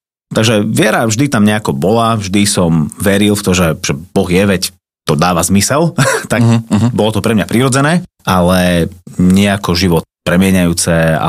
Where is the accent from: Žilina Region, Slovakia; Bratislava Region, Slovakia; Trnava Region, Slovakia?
Trnava Region, Slovakia; Trnava; Tak ja som z Trnavy a tam pochádzam asi takej úplne že klasickej trnavskej rodiny, katolíci od malička.